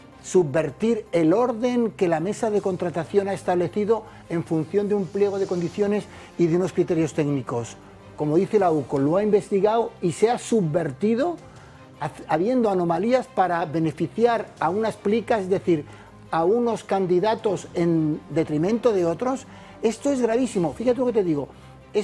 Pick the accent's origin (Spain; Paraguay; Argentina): Spain